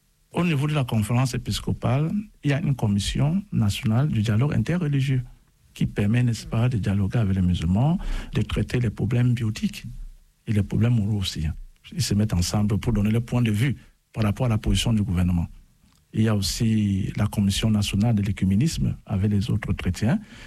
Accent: Cameroon; Et comme il vient de dire, chez nous, au Cameroun, aujourd'hui, c'est férié.

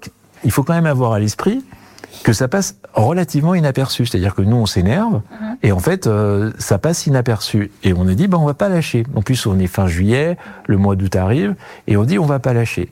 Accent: France; Et quand je dis « nous » en tant que Français, je dis « nous » en tant qu'Arménien, nous ne sommes pas comme eux, nous n'avons pas vocation à devenir comme eux.

